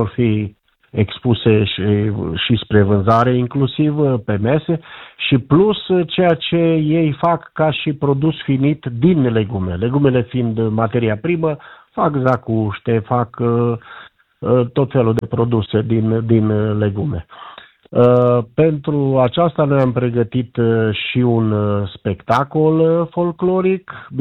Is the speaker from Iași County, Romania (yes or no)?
no; Jucu de Mijloc, Cluj County, Romania; nemnișenii noștri, că și eu fac parte exact, sunt nemnișan din Jucul de Mijloc.